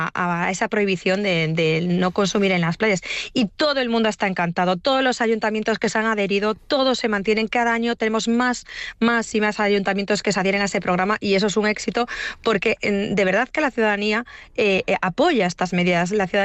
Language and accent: Spanish; Galicia, Spain; yo como buena gallega